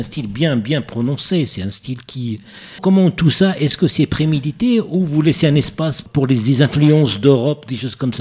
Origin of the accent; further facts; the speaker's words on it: Casablanca, Casablanca-Settat, Morocco; c'est ma ville natale également.